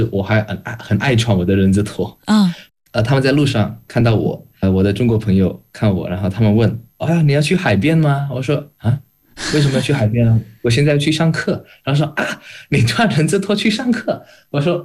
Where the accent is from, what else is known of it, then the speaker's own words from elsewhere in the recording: Jakarta, Indonesia; Chinese is a second language; now in China; 因为我在雅加达长大